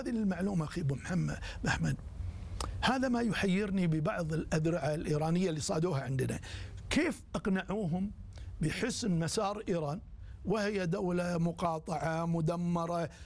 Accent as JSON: {"language": "Arabic", "country": "Kuwait", "said": "عندنا أبان الخلافات والتخندقات السياسية بالكويت"}